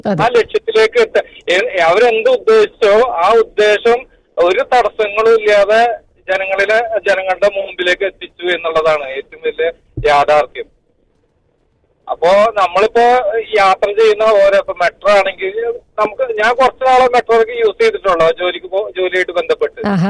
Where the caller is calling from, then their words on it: Dubai, United Arab Emirates; ഞാൻ ദുബായിൽ നിന്നാണ്.